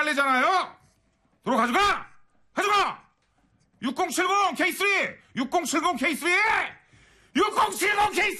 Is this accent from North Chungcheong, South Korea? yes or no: yes; Cheongju, North Chungcheong, South Korea; 아 제가 또 청주 사람이잖아요.